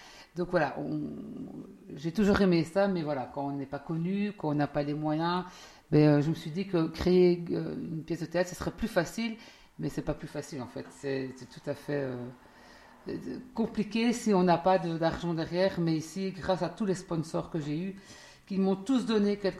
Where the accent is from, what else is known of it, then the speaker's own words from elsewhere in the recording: Charleroi, Wallonia, Belgium; accent: Carolo; SPRO, c'est le diminutif en wallon, puisque je suis Carolo, l'accent est là.